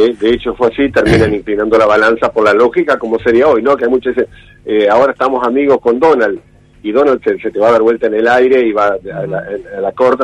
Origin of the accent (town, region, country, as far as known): Argentina